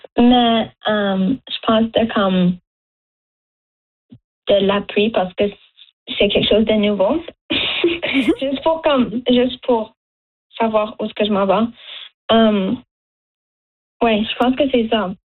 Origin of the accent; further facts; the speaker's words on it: Dartmouth, Nova Scotia, Canada; même si je viens pas de Chétiquan, je viens de Chétiquan, mais je viens de Dartmouth